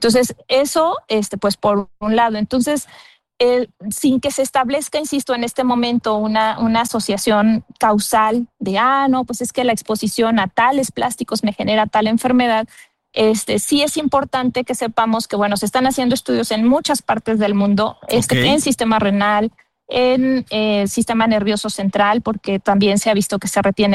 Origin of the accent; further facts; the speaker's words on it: Mexico; como mexicanos generamos alrededor de 60 kilogramos de plástico por persona al año.